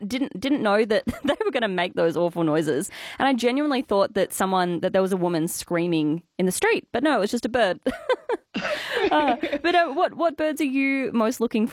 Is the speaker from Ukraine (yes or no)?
no; Perth, Western Australia, Australia; now in Darwin, Australia; I'm from Perth and we don't get plovers